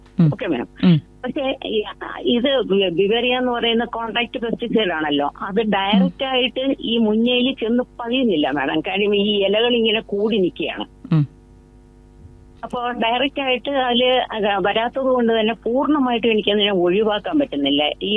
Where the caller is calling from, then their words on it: Ulloor, Kerala, India; ഉള്ളൂരിൽ നിന്നാണ് സംസാരിക്കുന്നത്.